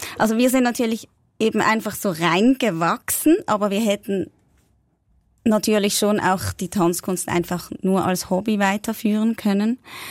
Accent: Switzerland; first language German; Wir sind in der Schweiz aufgewachsen, unsere Muttersprache ist Deutsch

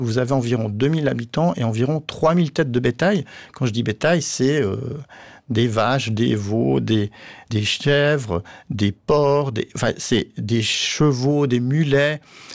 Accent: Valais, Switzerland; j'étais étudiant en histoire à l'université de Genève. Moi-même, je suis valaisan

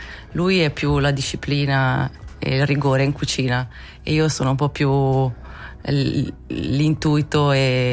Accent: Malvaglia, Ticino, Switzerland; now in Motto, Switzerland; io sono nata e cresciuta a Malvaglia, quindi il primo paese della Valle di Legno.

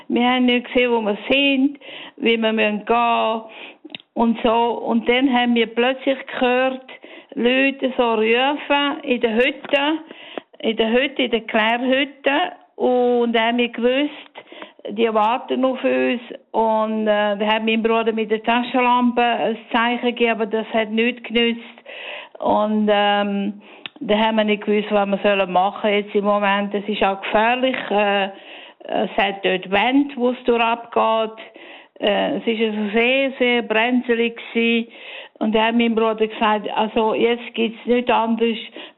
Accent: Graubünden, Switzerland; Ich bin im Engadin aufgewachsen, gross geworden

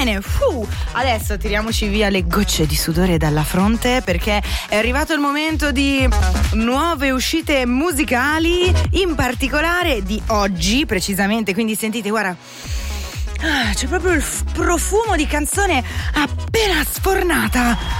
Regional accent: Italian Switzerland, Switzerland; delle nostre parti, della Svizzera italiana

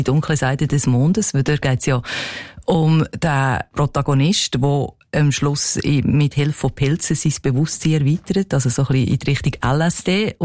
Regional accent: Switzerland; wenn man als Schweizer unterwegs ist, oder?

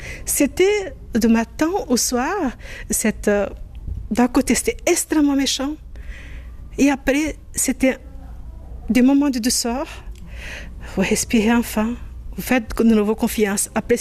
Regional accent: Brazil; moved away; Et c'est là que je suis partie, justement, du Brésil.

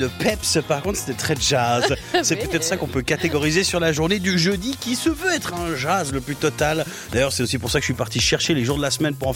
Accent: Neuchâtel, Switzerland; Alors, je suis de Neuchâtel, j'ai tellement envie de savoir ce qu'il y a dans cette boîte.

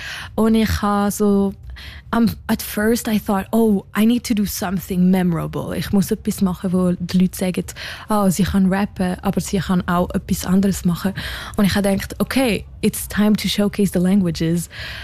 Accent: Lausanne, Vaud, Switzerland; German is a second language; now in Zürich, Switzerland; Ich bin Schweizer Artist. Ich komme aus Lausanne, aber ich wohne jetzt in Zürich seit 3 Jahren.

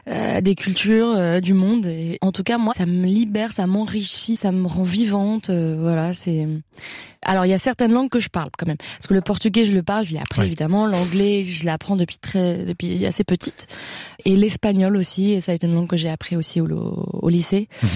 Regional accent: Paris, Île-de-France, France; first language French; je pense que ça vient du fait que j'ai grandi à Paris et que Paris est une ville très mélangée, avec des gens de partout.

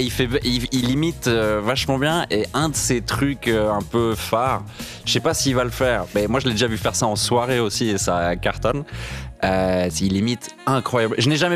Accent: Fribourg, Switzerland; tu dis que je viens d'un canton qui est typiquement suisse, parce que je viens de Fribourg.

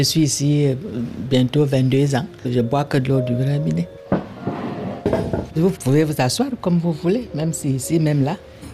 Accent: Cameroon; Je viens du Cameroun.

